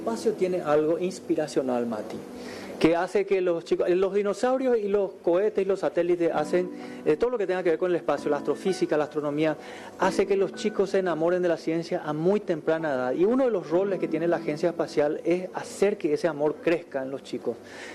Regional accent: Paraguay

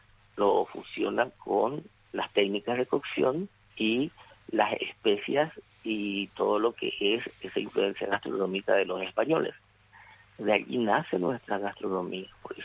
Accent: Paraguay

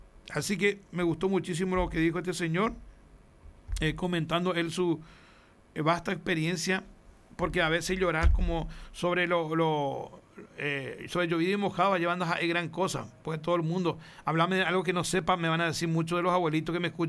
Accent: Ñeembucú, Paraguay; born there; moved away as an adult; ciertos lugares como mi pueblo, por ejemplo, igual Esteche

